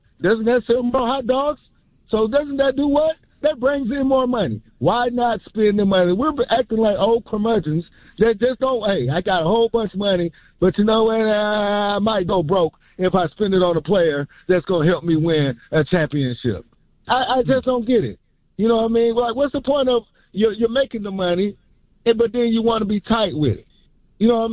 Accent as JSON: {"language": "English", "town": "Atlanta", "region": "Georgia", "country": "United States", "said": "Like, I'm from Atlanta, and I love my Braves."}